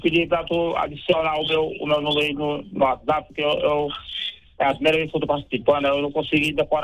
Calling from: Piauí, Brazil; eu tô falando aqui do Piauí.

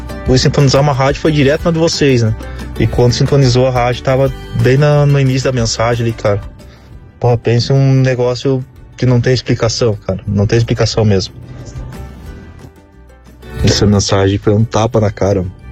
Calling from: Curitibanos, Santa Catarina, Brazil; eu falo aqui de Curitibanos.

